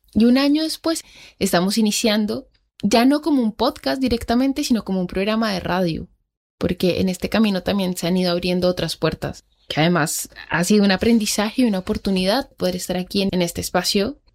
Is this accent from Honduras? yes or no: no; Bogotá, Colombia; born there; moved away as an adult; also born or lived in Argentina / Spain / Mexico / Denmark; de origen colombiano. Nací en Bogotá y hace más de 10 años llevo migrando de forma constante a diferentes países. He vivido en Argentina, en España, en México, en Dinamarca y de forma un poco más intermitente en Estados Unidos.